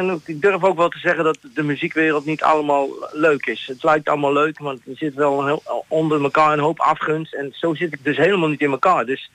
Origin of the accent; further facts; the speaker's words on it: Maarssen, Utrecht, Netherlands; Nou ja, ik ben 57 lentes jong. Ik kom uit Maarsen, dat is onder de rook van Utrecht.